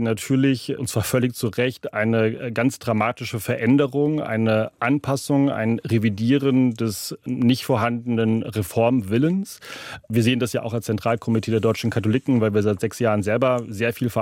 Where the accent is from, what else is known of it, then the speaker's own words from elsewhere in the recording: Rhineland, Germany; Ich komme aus dem Rheinland, wo man in eine Volkskirche hineingeboren wurde.